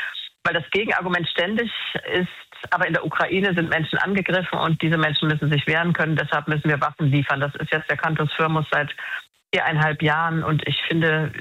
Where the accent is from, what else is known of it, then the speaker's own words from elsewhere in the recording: Germany; ich argumentiere ja als Deutsche